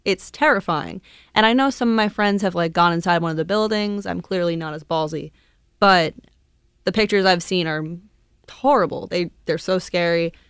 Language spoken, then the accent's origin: English; Long Island, New York, United States; I'm from Long Island, New York, a little outside the city.